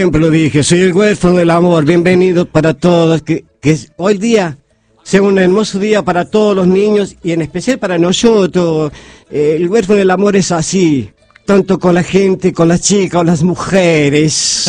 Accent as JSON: {"language": "Spanish", "region": "San Luis", "country": "Argentina", "tie": "born or raised there", "moved": "yes", "said": "yo de San Luis Capital, mi ciudad natal"}